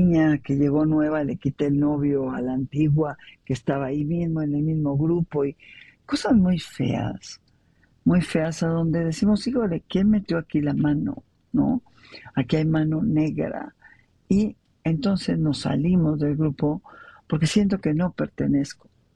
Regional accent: Mexico; Nos dividieron como mexicanos, diciéndonos que había pobres y había ricos.

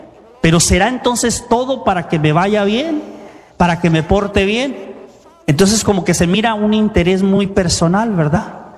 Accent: Tijuana, Baja California, Mexico; Yo soy de Tijuana.

